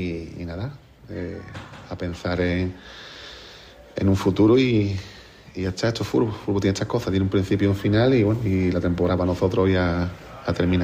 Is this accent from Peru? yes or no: no; Jerez de la Frontera, Andalusia, Spain; me he sentido querido aquí en mi club, en mi tierra